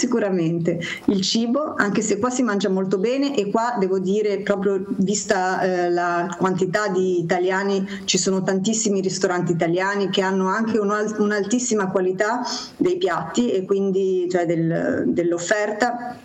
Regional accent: Genoa, Liguria, Italy; E poi anche girare per i vicoli è una cosa che faccio quando torno a casa, è sempre bello, ti senti a casa quando sei a Genova, questo sì.

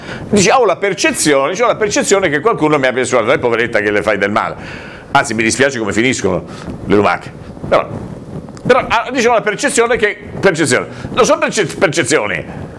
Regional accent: Genoa, Liguria, Italy; sono un genovese, sono ligure, sono genovese

